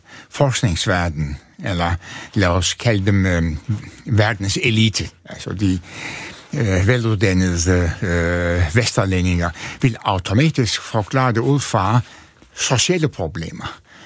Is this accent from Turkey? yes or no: yes; Antalya, Turkey; Danish is a second language; now in Denmark; Altså, jeg kommer fra en sådan en den overmiddelklasse familie. Altså, min far var apoteker, tjente mange penge i den lille by Antalya, som er kæmpestor turistby.